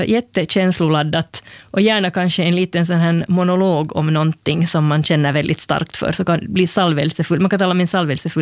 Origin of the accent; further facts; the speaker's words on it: Finland; first language Swedish; Och så berättade jag att jag var från Finland.